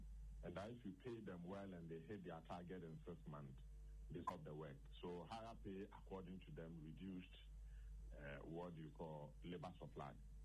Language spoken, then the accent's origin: English; Ghana; I'm a Ghanaian worker.